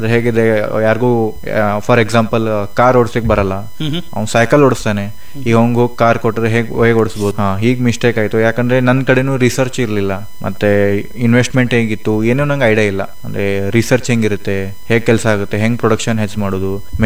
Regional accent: Belagavi, Karnataka, India; born there; also born or lived in Pune; ಬೆಳಗಾವಿ ನಿವಾಸಿ. ಅದು ನಾನು ಹುಟ್ಟಿದ್ದು ಪುಣಾಲಿ, ನಮ್ಮ ಮಮ್ಮಿ ಆ ಸೈಡ್ದವರು ಪುಣಾದಲ್ಲಿ. ಆಮೇಲೆ ಅಲ್ಲಿ ಬರ್ತಾಯಿತ್ತು, ಅಲ್ಲೇ ಸ್ವಲ್ಪ ಎಜುಕೇಷನ್ ಕೂಡ ಆಯಿತು. ಮತ್ತು ರಿಟರ್ನ್ ಆಫ್ ಬೆಲ್ಗಮ್ದಿಂದ ಮತ್ತೆ ಅಲ್ಲಿ ಟ್ರಾನ್ಸ್ಫರ್ ಆಯಿತು. ಜಾಬ್ಗೋಸ್ಕರ ಡ್ಯಾಡಿ ಅದು ಅಲ್ಲಿ ಶಿಫ್ಟ್ ಆದರು.

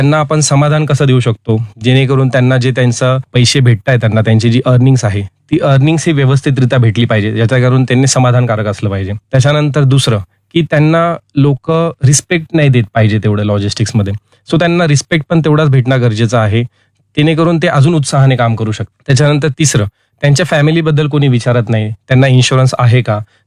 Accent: Nashik, Maharashtra, India; आम्ही स्वतः नाशिककर म्हणून आम्ही खूप प्राऊडली हा बिझनेस करतोय

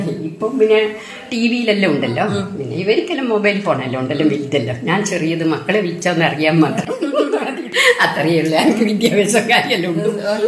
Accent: Pariyaram, Kerala, India; അല്ല അവരിലൂടെ എന്റെ നാട് പരിയാരത്ത, ഇവിടെ പരിയാരം പറയുന്ന നിങ്ങള് പാലോട്ടുവള്ളി

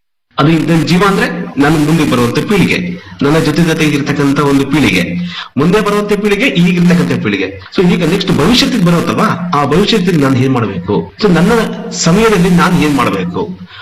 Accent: Kolar, Karnataka, India; ನಾನು ಮೂಲತಃ ಕೋಲಾರ.

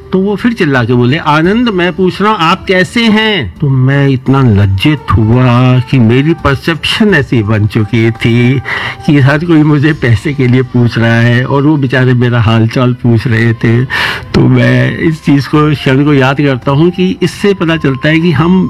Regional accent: Faridabad, Haryana, India; मैं फरीदाबाद का निवासी हूँ।

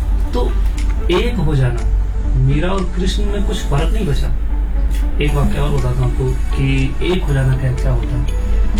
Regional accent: Lucknow, Uttar Pradesh, India; मैं जैसे लखनऊ से हूँ तो मेरी उर्दू थोड़ी अच्छी ग्रिप है उर्दू पे

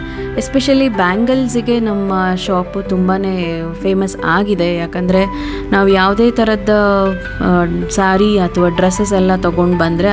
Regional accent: Bhadravati, Karnataka, India; moved away as an adult; also born or lived in Chikkamagaluru / Bangalore; now in Shivamogga, India; ನಾನು ಹುಟ್ಟಿ ಬೆಳೆದಿದ್ದೆಲ್ಲ ಭದ್ರಾವತಿ. ನನ್ನ ಸ್ಕೂಲು ಕಾಲೇಜು ಎಲ್ಲ ಆಗಿದ್ದು ಭದ್ರಾವತಿಯಲ್ಲಿ.

